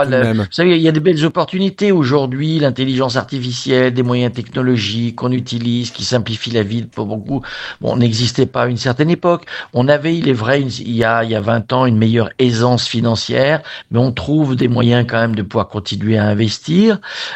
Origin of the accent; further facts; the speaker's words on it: Rouen, Normandy, France; born there; Bon, vous savez, je suis né à Rouen, et je n'ai pas supporté de voir ma ville décliner, perdre des habitants, s'enfoncer dans le marasme.